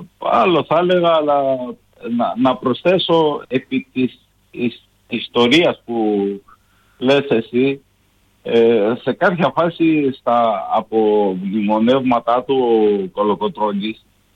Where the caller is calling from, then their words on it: Kilkis, Central Macedonia, Greece; από Κυρκής.